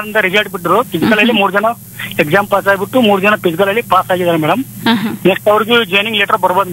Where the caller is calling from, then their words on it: Gadag district, Karnataka, India; ನಮ್ಮೂರಲ್ಲಿ ಒಂದು ಚಿಕ್ಕ ಹಳ್ಳಿ ಮೇಡಮ್. 500-600 ಜನ ಅಷ್ಟೇ ಇರೋದು ಇಲ್ಲಿ.